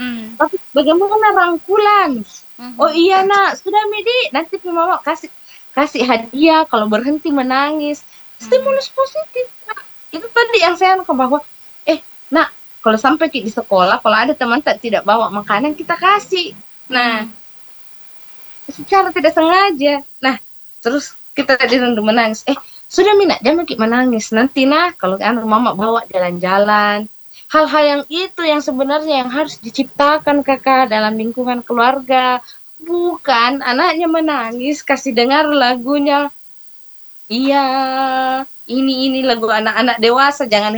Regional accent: South Sulawesi, Indonesia; Khususnya kita adalah orang Sulawesi Selatan yang menjunjung tinggi harga martabat diri

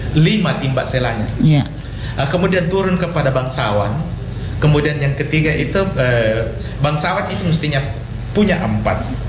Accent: Galesong, South Sulawesi, Indonesia; Jadi kalau belakangan ada yang tanya kamu orang apa, saya orang Galesong.

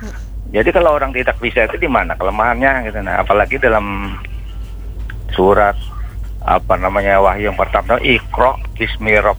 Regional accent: Banjarmasin, South Kalimantan, Indonesia; Jadi untuk itu dapat dipastikan bahwa kita warga Banjarmasin dan Banua Lima ini termasuk orang-orang yang beradab.

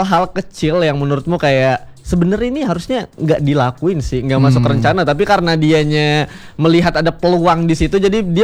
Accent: Jakarta, Indonesia; now in Denpasar, Indonesia; kalau aku kan dari Jakarta nih teman pro 2 ya, merantau ke Denpasar.

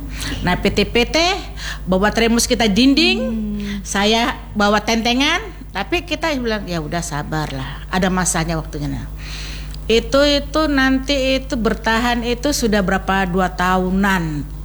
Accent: Makassar, South Sulawesi, Indonesia; moved away; Kita orang Makassar kan identik dengan jeruk nipis.

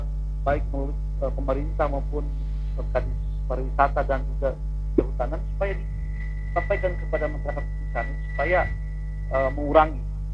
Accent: Palolo, Central Sulawesi, Indonesia; now in Palu, Indonesia; Ya, jadi kita mencintai akan daerah saya di Sigi, karena saya orang Sigi, orang Palolo saya.

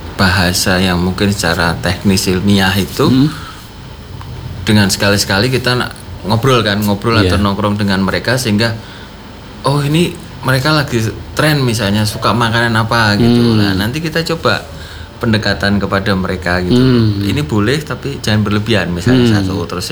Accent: East Java, Indonesia; accent: East Javanese; kok aku Jawa Timurane metu

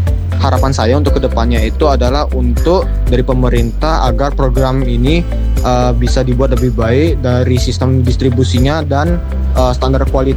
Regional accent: Jimbaran, Bali, Indonesia; dan saya dari Jimbaran.

